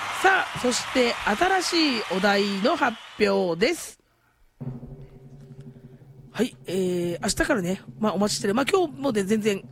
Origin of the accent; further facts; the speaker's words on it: Kagoshima, Japan; 自分も集落生まれで